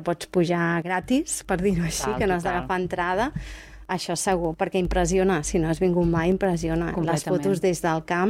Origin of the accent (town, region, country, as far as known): Cardona, Catalonia, Spain